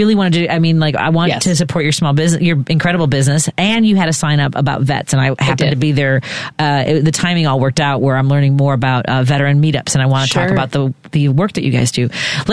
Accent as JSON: {"language": "English", "town": "Chicago", "region": "Illinois", "country": "United States", "tie": "born or raised there", "said": "it feels like a wealth of riches over here on the Northwest Side. Like I grew up in Norwood, right?"}